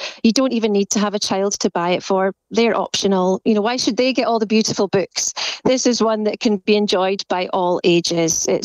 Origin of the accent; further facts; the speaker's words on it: Scotland, United Kingdom; as a Scot, I'm very aware of that as well.